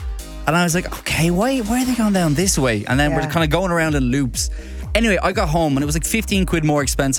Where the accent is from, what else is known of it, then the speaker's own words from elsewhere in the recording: Ireland; I feel like as an Irish person, that is just confrontation is something I feel like we struggle with.